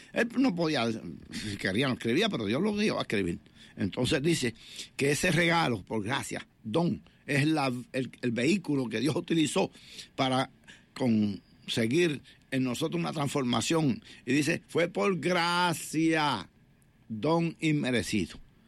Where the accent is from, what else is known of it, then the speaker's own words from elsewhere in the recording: Puerto Rico; un jibarito, como dicen en mi país